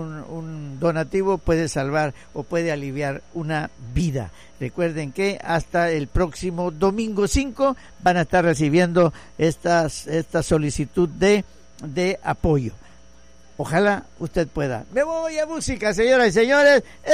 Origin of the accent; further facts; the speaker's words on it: Ciudad del Carmen, Campeche, Mexico; Somos los mexicanos, somos los carmelitas